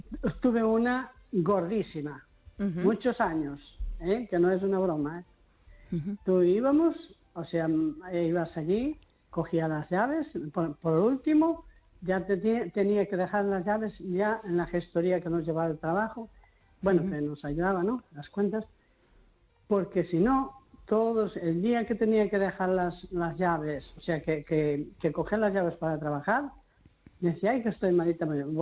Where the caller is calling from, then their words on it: A Coruña, Galicia, Spain; de Coruña.